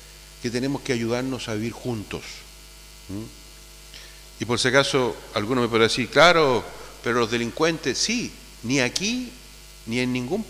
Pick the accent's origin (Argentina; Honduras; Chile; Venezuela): Chile; una vez yo estando en el extranjero, en un país, me dolió mucho cuando me presentaron y me dijeron, y le dijeron a esta persona, él es chileno.